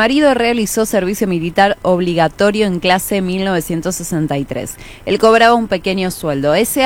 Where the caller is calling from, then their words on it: Villa del Parque, Buenos Aires, Argentina; Muchas gracias, saludos … de Villa del Parque.